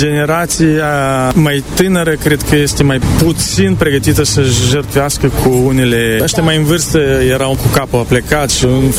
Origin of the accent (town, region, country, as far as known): Moldova; moved away as an adult; now in Italy